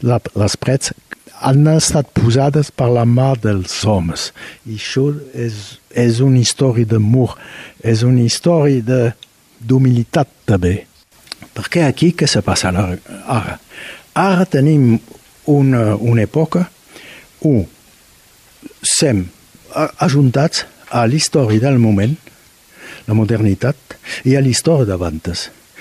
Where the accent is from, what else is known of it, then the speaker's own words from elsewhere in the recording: Catalonia, Spain; i hi ha exportat la meva terra, Catalunya, el meu parlar, el català, la meva dansa, la sardana, i el meu desig, la llibertat.